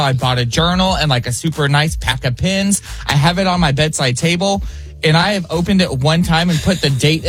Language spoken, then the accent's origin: English; the South, United States; accent: southern; With my southern accent, it's so bad.